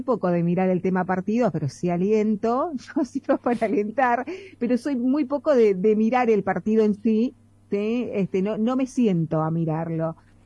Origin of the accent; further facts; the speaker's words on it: Formosa, Argentina; Yo creo que los formoseños lo habremos festejado a eso